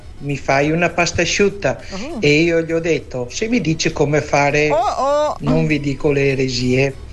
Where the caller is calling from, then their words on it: Conegliano, Veneto, Italy; di Conegliano